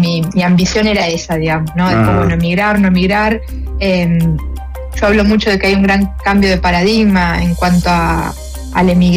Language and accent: Spanish; Argentina; moved away as an adult; cuando yo me fui de Argentina, que fue pospandemia y en 2021, también me fui diciendo, bueno, me voy y no sé cuándo vuelvo.